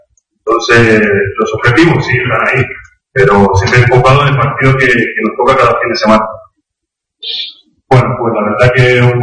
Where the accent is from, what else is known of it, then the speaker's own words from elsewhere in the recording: Canary Islands, Spain; born there; un orgullo representar a mi tierra, un sueño, porque siempre soñé en jugar en el equipo de mi tierra.